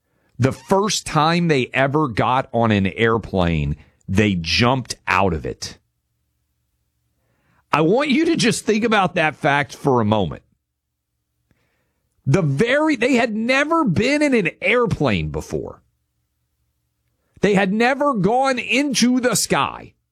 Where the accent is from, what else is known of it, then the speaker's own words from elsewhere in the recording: Tennessee, United States; Shiloh, in my home state of Tennessee.